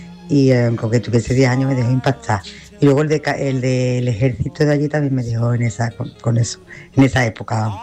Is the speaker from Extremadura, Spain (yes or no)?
no; Marchena, Andalusia, Spain; now in Seville, Spain; yo soy de Marchena, aunque vivo en Sevilla, pero soy de Marchena